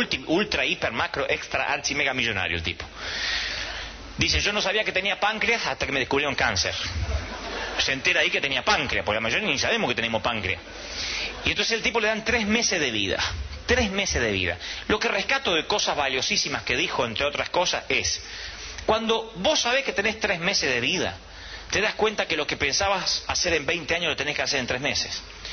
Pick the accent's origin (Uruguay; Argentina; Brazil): Argentina; Pero ustedes son chilenos como yo, argentino, y nacimos en América Latina.